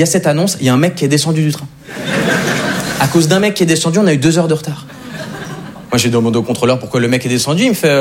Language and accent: French; Switzerland; Il y a un mec qui a commenté « Tu viens d'où? Retourne dans ton pays !» Je dis la vérité, je dis « Bah, Suisse. »